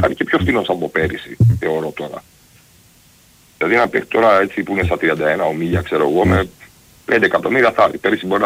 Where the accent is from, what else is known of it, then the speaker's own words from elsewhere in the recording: Chania, Crete, Greece; Από τα Χανιά είμαι, σου πάει. Είμαι από τα Χανιά.